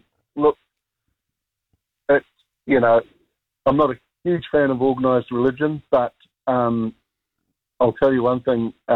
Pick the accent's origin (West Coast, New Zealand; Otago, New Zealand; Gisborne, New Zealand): Gisborne, New Zealand; growing up in Gisborne in the 80s was the roughest place